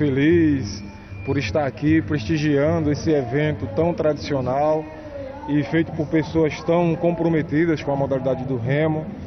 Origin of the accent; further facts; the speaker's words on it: Rio Grande do Norte, Brazil; o Campeonato Norte-Nordeste que vai ser na minha cidade natal, Rio Grande do Norte.